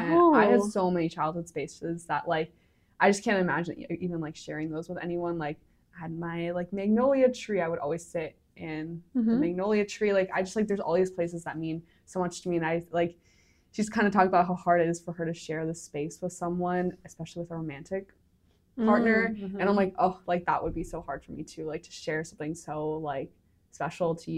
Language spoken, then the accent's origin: English; United States; growing up in the States